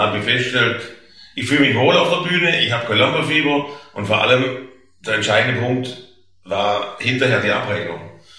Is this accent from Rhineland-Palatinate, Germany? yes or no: no; Stuttgart, Baden-Württemberg, Germany; accent: Swabian; ja, ich komme aus Stuttgart, spreche aber Oxford-Schwäbisch